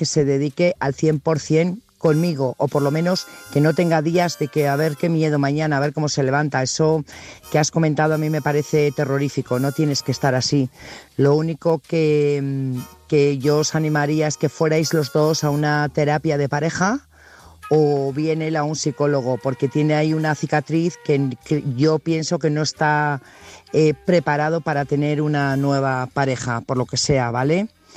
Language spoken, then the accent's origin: Spanish; Burgos, Castile and León, Spain; corresponsal de Burgos